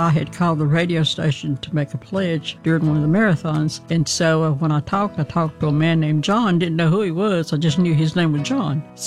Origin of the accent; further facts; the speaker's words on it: Randleman, North Carolina, United States; I'm from Randleman, North Carolina, and this is my story.